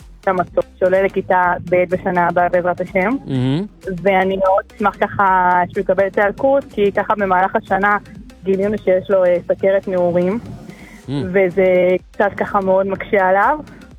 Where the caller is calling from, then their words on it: Hadera, Haifa District, Israel; אני מחדרה.